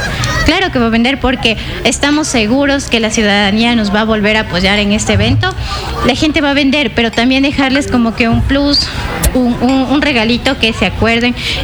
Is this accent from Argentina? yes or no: no; Ecuador; nosotros como latinos, como ecuatorianos